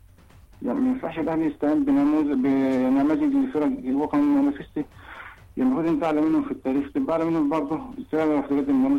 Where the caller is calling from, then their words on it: Kafr El Sheikh Governorate, Egypt; تبع مركز زوج بكفر الشيخ